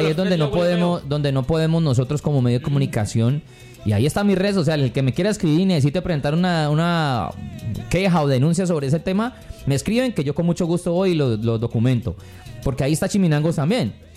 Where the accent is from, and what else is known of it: Colombia